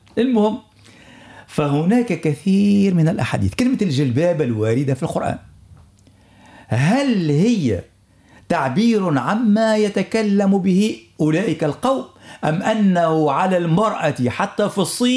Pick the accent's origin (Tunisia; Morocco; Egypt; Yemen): Tunisia; أنا كتونسي نمشي نستورد العجوة من المدينة باش نطبق هذا الحديث؟